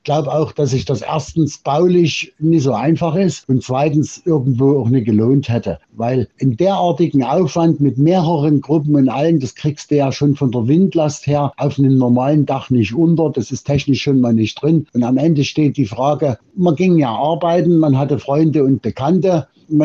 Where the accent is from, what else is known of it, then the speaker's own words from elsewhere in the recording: Freiberg, Saxony, Germany; Also bei uns in Freiberg wurden die Neubaugebiete, die ja zugepflastert waren mit Antennen und wirklich nicht gut aussahen